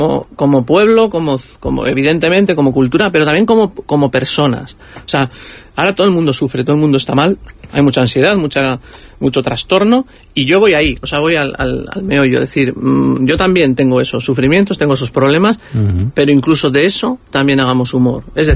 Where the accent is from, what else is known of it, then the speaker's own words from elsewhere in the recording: San Sebastián, Basque Country, Spain; yo creo que soy un chico de Donosti vasco, de nuestra cultura, y al final siempre me puedo apoyar ahí. O sea, ante la duda yo puedo hablar de nuestras locuras de Donosti, de ser guipuzcoano, de lo diferente que es ser de Bilbao y ser de Donosti